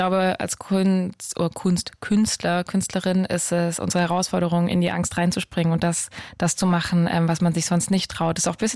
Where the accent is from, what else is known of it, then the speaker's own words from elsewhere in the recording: Swabia, Germany; moved away; also born or lived in Berlin / London; ich bin ja im Schwabenland aufgewachsen.